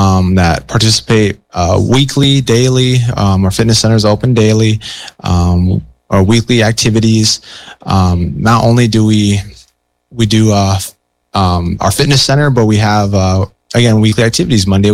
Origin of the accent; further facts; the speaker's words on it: Pine Ridge, South Dakota, United States; And again here, or I'm Ihonkdawan from South Dakota and Oglala from Pine Ridge.